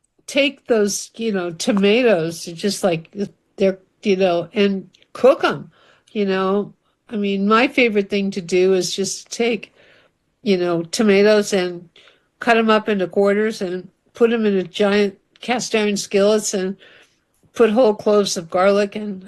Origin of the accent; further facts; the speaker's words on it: California, United States; I grew up in Central California